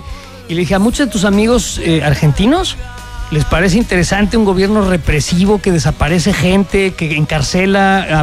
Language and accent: Spanish; Mexico